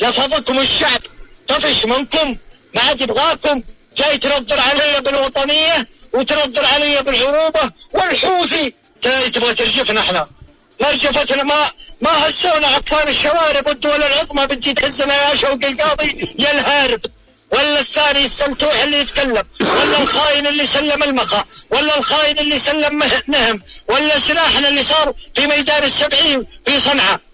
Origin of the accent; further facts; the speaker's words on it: Saudi Arabia; مسألة السعودية من اليوم انا لكم ندا من السعودية، اسد عن الشعب السعودي كامل.